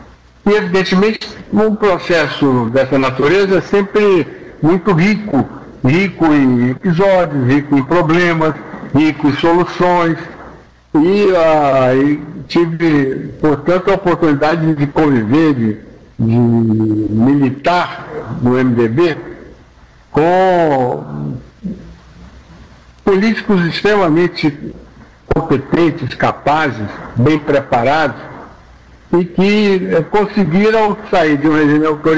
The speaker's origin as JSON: {"language": "Portuguese", "region": "Piauí", "country": "Brazil", "moved": "yes", "said": "Você sabe que eu sou piauiense."}